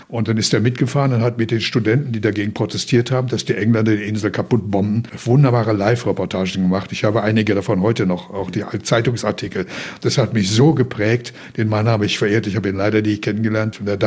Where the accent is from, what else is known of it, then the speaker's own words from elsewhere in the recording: Lower Saxony, Germany; Ich bin im Harz aufgewachsen vom Nordwestdeutschen Rundfunk.